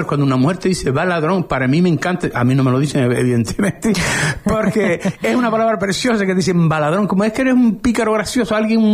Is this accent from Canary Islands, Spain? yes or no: yes; Arrecife, Canary Islands, Spain; also born or lived in La Tiñosa; Porque yo empecé desde niño viviendo, vine, me trasladé de La Tiñosa de Arrecife, y creo que tengo, por lo menos yo mismo me tengo un compromiso moral con Arrecife.